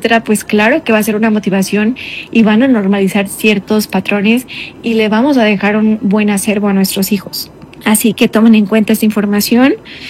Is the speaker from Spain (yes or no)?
no; Mexico; y esto no por ofendernos a nosotros mismos como mexicanos, pero creo que es muy cultural de ir al médico cuando ya de plano tenemos la enfermedad avanzada.